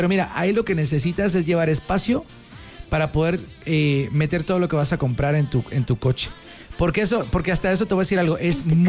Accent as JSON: {"language": "Spanish", "country": "Mexico", "said": "esa picardía mexicana que nos caracteriza a cada uno de nosotros por el simple hecho de haber nacido en esta hermosa República Mexicana."}